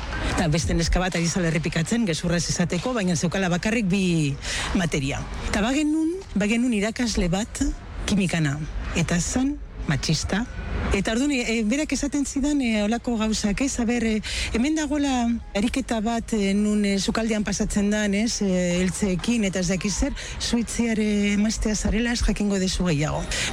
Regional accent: San Sebastián, Basque Country, Spain; Txikitan bizitzen nintzen Donostin, Donostiko alde zarren.

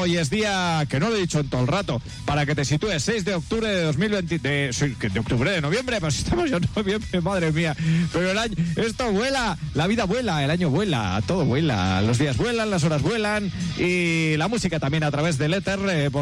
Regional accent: Lerín, Navarre, Spain; soy de Lerín, y aquí nos mola la música cañera

